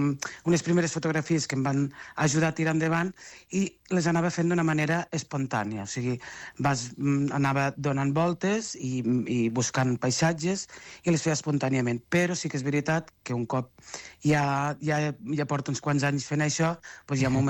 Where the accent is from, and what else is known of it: Catalonia, Spain